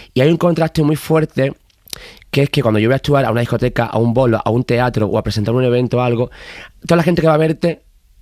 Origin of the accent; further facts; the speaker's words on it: a village in Cádiz province, Andalusia, Spain; also born or lived in San Fernando, Cádiz; toda mi infancia la viví en Alcaldelo Azul, que es un pueblo de Cádiz. Luego ya después de bachillerato y tal, me mudé a San Fernando, a la isla, a la de Cádiz.